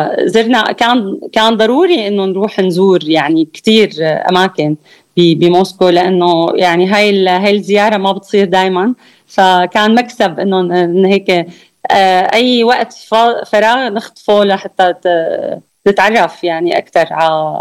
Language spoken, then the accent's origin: Arabic; Syria; بالنسبة لنا كان كسوريين هونيك